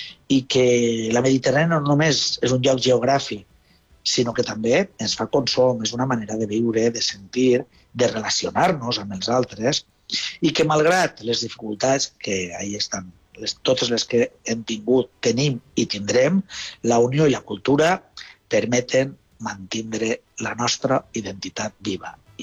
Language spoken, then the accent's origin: Catalan; Valencian Community, Spain; ens afecten a nosaltres com a valencians.